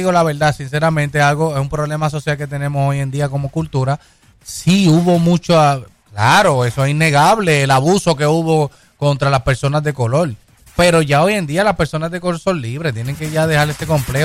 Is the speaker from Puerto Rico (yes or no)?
yes; Puerto Rico; Porque claramente yo soy puertorriqueño.